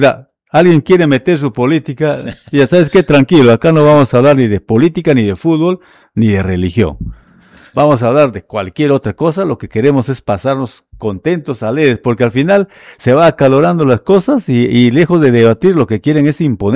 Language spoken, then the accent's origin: Spanish; Peru